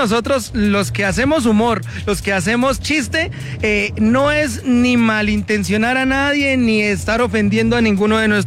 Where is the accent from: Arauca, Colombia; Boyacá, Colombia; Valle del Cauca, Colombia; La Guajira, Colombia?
Boyacá, Colombia; así somos los boyaquitos, así somos los boyacenses. Boyaquito sigo siendo, boyaco de Boyacá, paisano de mis paisanos, cuna de la libertad. Boyaquito sí soy yo, boyacenses somos todos.